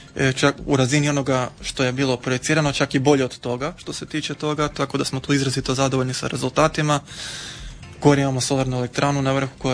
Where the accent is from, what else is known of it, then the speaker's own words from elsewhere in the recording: Pula, Istria County, Croatia; ja sam odrastao na Montezaru, doslovno preko puta Rojca.